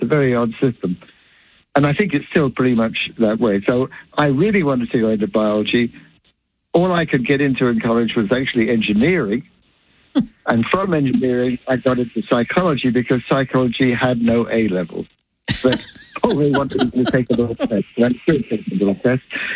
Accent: England, United Kingdom; my problem was that I grew up in England, and in England, it's a rather rigid educational system.

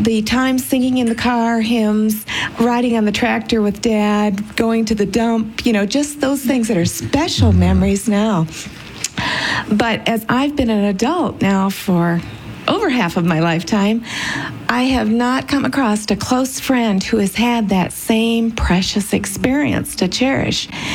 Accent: Aurora, Colorado, United States; from Aurora, Colorado.

